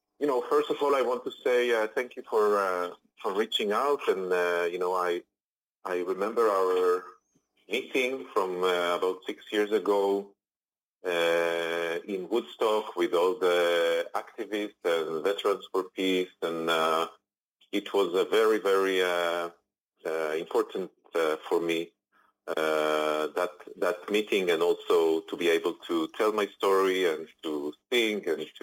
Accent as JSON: {"language": "English", "country": "Israel", "tie": "born or raised there", "said": "I was born in Israel, 1972, to a very Zionist family."}